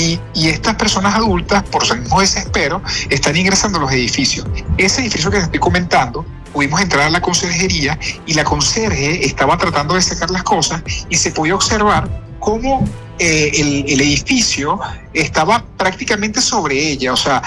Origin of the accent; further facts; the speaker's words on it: Maturín, Monagas, Venezuela; now in Caracas, Venezuela; yo soy de Oriente, soy de Maturín